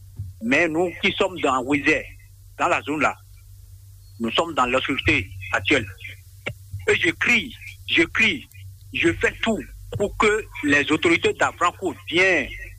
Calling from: Benin; nous sommes béninois

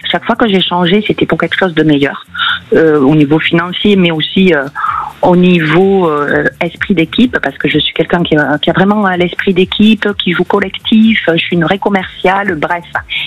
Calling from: Nouvelle-Aquitaine, France; Alors moi, je vous appelle de la Dordogne.

